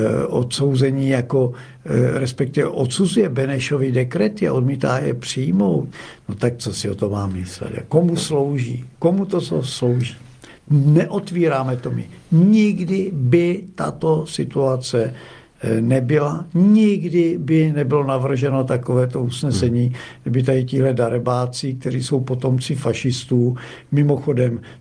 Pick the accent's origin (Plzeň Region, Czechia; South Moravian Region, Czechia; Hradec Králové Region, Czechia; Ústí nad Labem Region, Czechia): South Moravian Region, Czechia; já pocházím z Jihomoravského kraje a vím, že naprostá většina občanů Jihomoravského kraje si to nepřeje